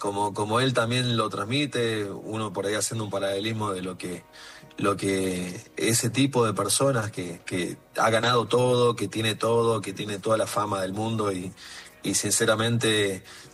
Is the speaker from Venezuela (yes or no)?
no; Argentina; soy argentino y lo que hiciste por mi país y por mi selección, no lo voy a olvidar nunca